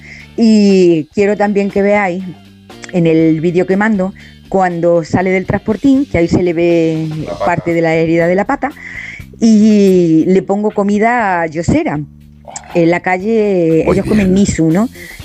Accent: Granada, Andalusia, Spain; Hola, buenas tardes, equipazo. Soy de Granada.

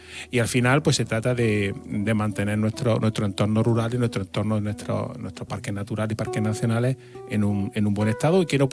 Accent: Jaén, Andalusia, Spain; now in Almería, Spain; yo soy de Jaén.

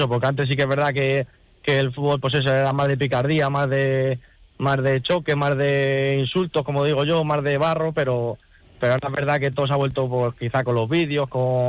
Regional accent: Castilla-La Mancha, Spain; casi todos somos de la zona, que casi todos somos de Pueblo de Aldao o incluso de Torrijos

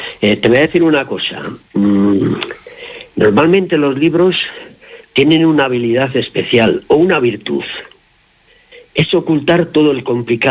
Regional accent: Colmenares, Castile and León, Spain; born there; also born or lived in Cervera de Pisuerga; now in Guardo, Spain; Nací en Colmenares, sí

